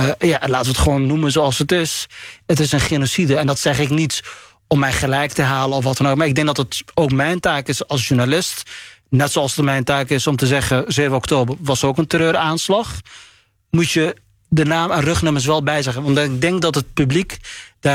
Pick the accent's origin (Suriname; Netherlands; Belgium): Netherlands; Maar ik spreek Nederlands, ben hier opgegroeid. Ik heb van de cultuur meegekregen. En dat maakt mij Nederlands.